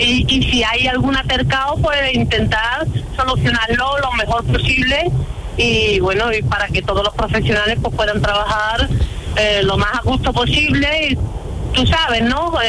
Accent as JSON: {"language": "Spanish", "town": "Peñarroya-Pueblonuevo", "region": "Andalusia", "country": "Spain", "said": "Pues soy de Peñarroya, por lo nuevo."}